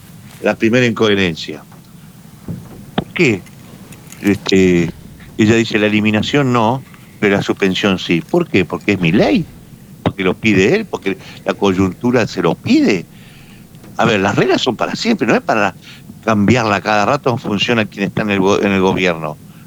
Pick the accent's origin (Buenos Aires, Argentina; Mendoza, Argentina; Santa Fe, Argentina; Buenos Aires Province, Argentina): Santa Fe, Argentina; los santafesinos nos tenemos que hacer cargo para que las rutas estén buenas